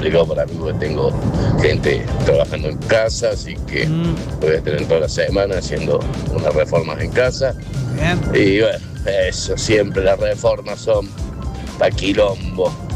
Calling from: Argentina; de Recebayo.

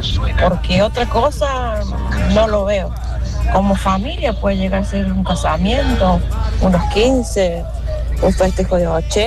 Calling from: Argentina; nos pueda unir como argentino.

